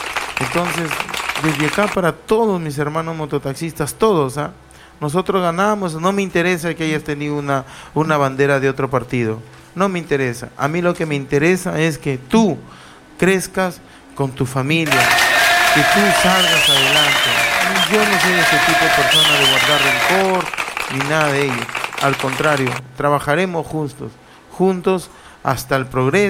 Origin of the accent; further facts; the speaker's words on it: Túcume, Lambayeque, Peru; mi pueblo de Tucumán es porque amo a mi pueblo, quiero mucho a mi tierra, quiero mucho a mi caserío, La Pintada, de donde yo nací, donde crecí, en tierra de mis abuelos, ¿no? Mi familia es de acá, yo soy de acá, he nacido acá